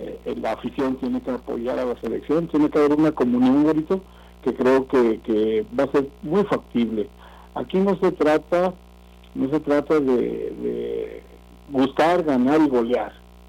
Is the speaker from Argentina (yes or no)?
no; Mexico; Nosotros en México nunca habíamos tenido un joven que debute en selección mexicana a los 17 años.